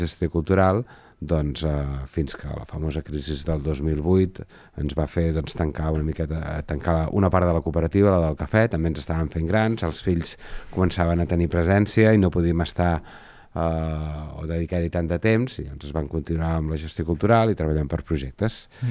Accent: Mataró, Catalonia, Spain; jo sóc de Mataró

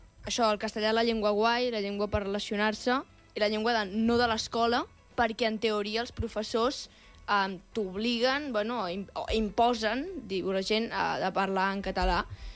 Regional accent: Catalonia, Spain; first language Catalan; No, perquè no, jo, és la meva llengua, sóc jo quan parlo català

